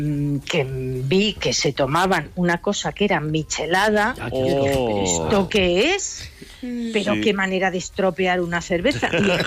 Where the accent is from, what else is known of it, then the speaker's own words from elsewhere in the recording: Castile, Spain; para los que somos castellanos